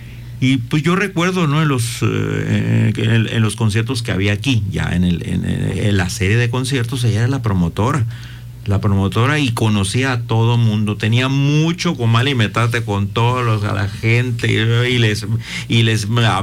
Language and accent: Spanish; Sonora, Mexico; además de gritones, ¿verdad?, que somos los sonorenses